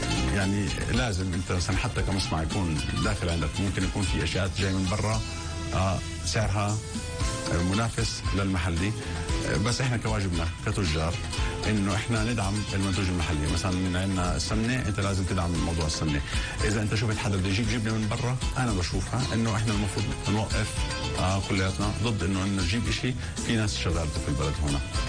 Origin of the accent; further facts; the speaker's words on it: Nablus, West Bank, Palestine; واحنا نفتخر انه في عندنا بنابلس مصنع الزيوت النباتيه،